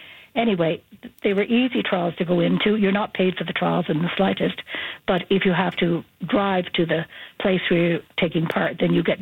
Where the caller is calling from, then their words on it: Australia; I'm going back to Australia in the near future.